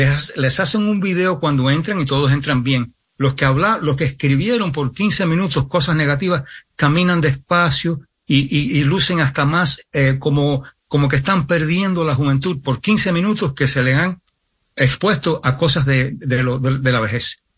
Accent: New York City, New York, United States; Cuando yo me crié en Nueva York y vivía en un barrio donde no había muchos hispanos, mi familia es de España

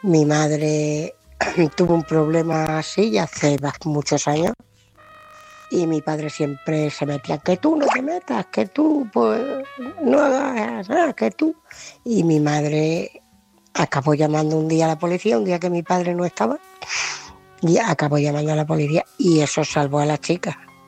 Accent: Ciudad Real, Castilla-La Mancha, Spain

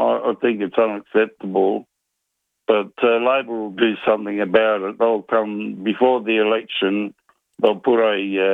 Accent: Adelaide, South Australia, Australia; born there; also born or lived in Newcastle, New South Wales; And I was born in Newcastle, New South Wales.

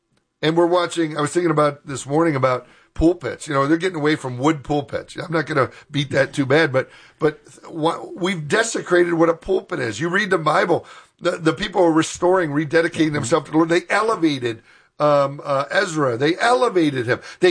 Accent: United States; And we're American, so we do things a certain way.

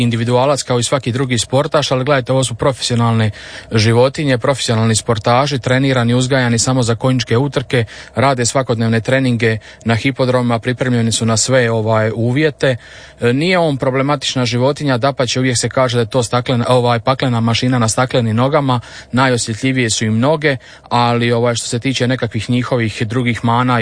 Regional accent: Split, Split-Dalmatia County, Croatia; ja sam inače iz Splita

